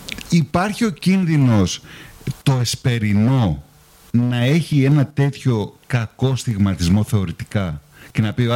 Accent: Greece; εμείς ως Έλληνες

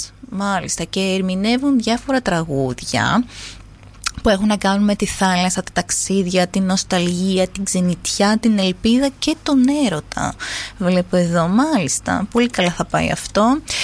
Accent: Galifa, Crete, Greece; στο χωριό μου στη Γαλήφα.

